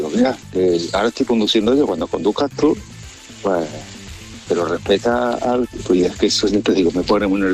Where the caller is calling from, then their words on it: Córdoba, Andalusia, Spain; de Córdoba.